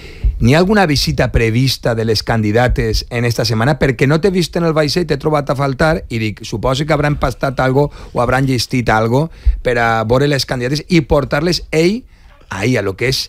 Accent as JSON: {"language": "Catalan", "region": "Valencian Community", "country": "Spain", "said": "Mira, jo si soc valencià, 9 d'octubre, saps?"}